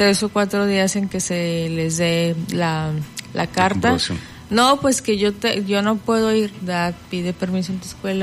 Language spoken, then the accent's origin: Spanish; Manzanillo, Colima, Mexico; No que yo que soy de Manzanillo y estudio en Cuauhtémoc, en Colima, y allá está mi INE.